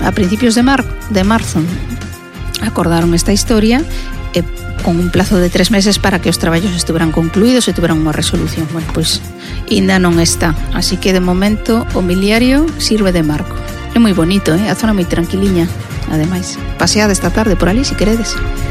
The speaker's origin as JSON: {"language": "Galician", "region": "Galicia", "country": "Spain", "said": "a maioría somos galegos"}